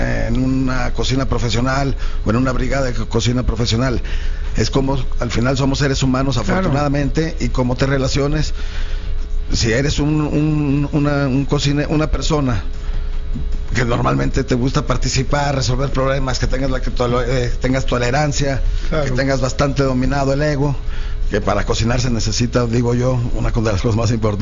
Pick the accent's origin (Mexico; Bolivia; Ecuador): Mexico; como mexicanos, la gastronomía mexicana pues tiene un valor cultural